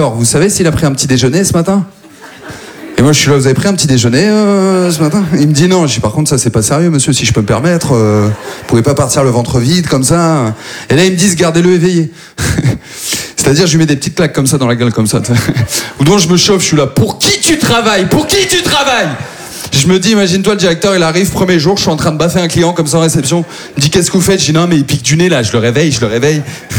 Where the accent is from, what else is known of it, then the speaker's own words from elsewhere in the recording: Maubeuge, Hauts-de-France, France; now in Paris, France; Moi, à la base, en plus, je viens pas du tout de Paris. Moi, je viens de Maubeuge.